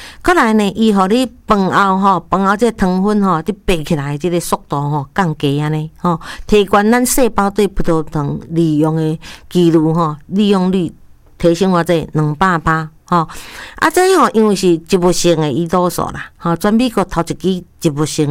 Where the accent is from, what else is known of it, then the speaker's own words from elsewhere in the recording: Taiwan; 我们台湾人真的现在已经确定说有糖尿病的人已经12%了